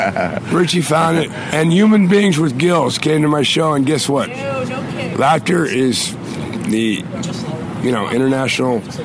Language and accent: English; Wheeling, West Virginia, United States; I'm from Wheeling, West Virginia. And I went home for the first time in 27 years last summer